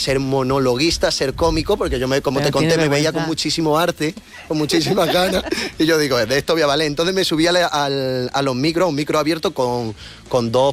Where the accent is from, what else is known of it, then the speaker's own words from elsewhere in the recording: Frigiliana, Andalusia, Spain; De Frigiliana tengo que hacer un chiste, pero la gente va a saber dónde está Frigiliana.